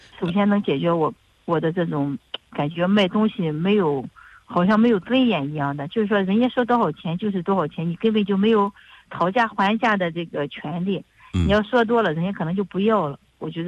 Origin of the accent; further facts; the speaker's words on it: China; 作为一个毛阴人，作为一个这个土生土长的这个种桃养桃的人